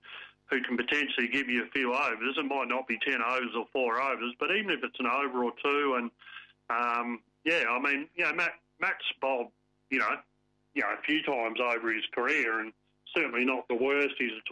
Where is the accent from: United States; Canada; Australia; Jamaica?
Australia; Perth, Western Australia; born there; growing up on the Wacker